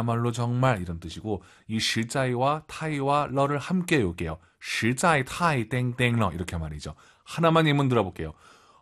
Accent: South Korea; 우리 한국인 입장에서는

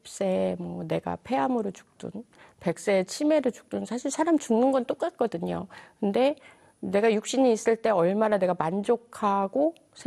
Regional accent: South Korea

